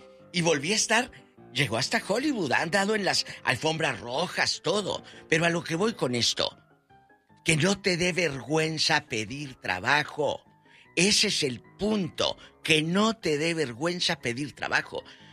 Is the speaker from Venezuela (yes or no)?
no; Mexico; Así somos los mexicanos y los hispanos. Somos así.